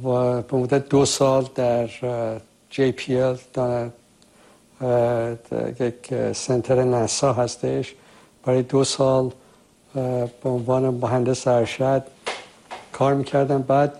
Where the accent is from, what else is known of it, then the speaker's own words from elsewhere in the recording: Tehran, Tehran Province, Iran; moved away as an adult; also born or lived in Shiraz / Syracuse / Pasadena; من در تهران متولد شدم، از مادری که مال آذربایجان بودن و پدری که مال تهران.